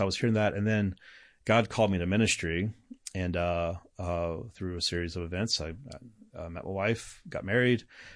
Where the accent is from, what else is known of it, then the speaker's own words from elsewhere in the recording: the South, United States; even though it's the South, I'm from the South, I'm going to see this as a missionary.